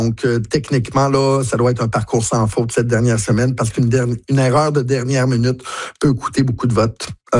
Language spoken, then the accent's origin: French; Quebec, Canada; particulièrement même chez nous au Bas-Saint-Laurent, dans l'ouest du Bas-Saint-Laurent.